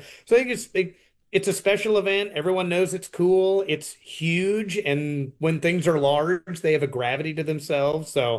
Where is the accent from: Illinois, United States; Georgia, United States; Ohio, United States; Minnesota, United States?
Illinois, United States; Chicago; I'm from Chicago